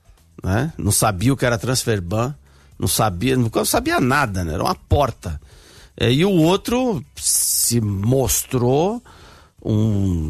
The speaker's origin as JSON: {"language": "Portuguese", "country": "Brazil", "said": "sou brasileiro, não me orgulho não"}